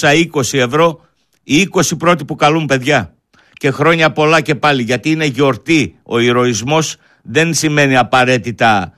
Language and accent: Greek; Thessaloniki, Central Macedonia, Greece; Κοίταξε, εγώ όταν με ρωτάνε από πού είσαι, ναι, δεν λέω επειδή είμαι γέννημα Θέρμα Θεσσαλονίκης, εγώ είμαι Μικρασιάτης.